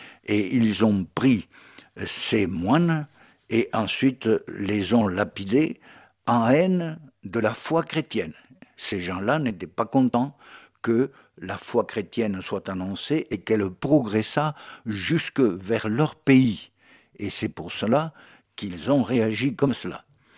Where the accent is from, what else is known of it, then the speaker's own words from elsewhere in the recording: France; Chez nous, en France